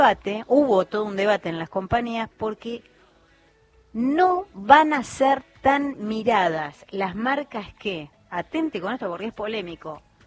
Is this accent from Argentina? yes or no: yes; Argentina; los hinchas más fanáticos del Mundial, que somos nosotros, los argentinos